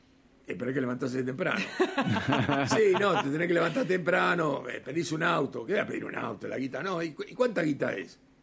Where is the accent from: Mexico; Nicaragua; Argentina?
Argentina; Buenos Aires; born there; yo nací en San Telmo